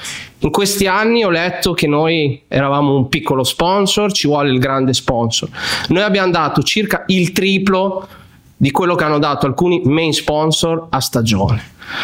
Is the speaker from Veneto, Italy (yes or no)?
no; Bologna, Emilia-Romagna, Italy; born there; sono nato a Bologna